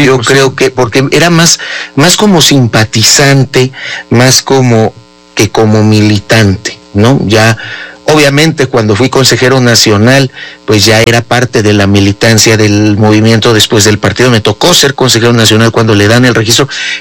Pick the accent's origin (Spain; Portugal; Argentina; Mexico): Mexico; Mexico City; born there; also born or lived in Guadalajara / Washington / Xalapa; now in Puebla, Mexico; Yo nací en la Ciudad de México, pero viví en la Ciudad de México, viví en Guadalajara, viví en Washington, viví en Jalapa